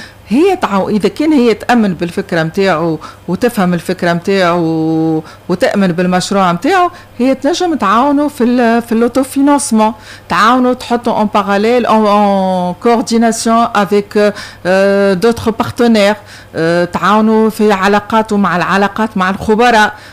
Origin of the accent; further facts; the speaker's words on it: Tunisia; عندنا في تونس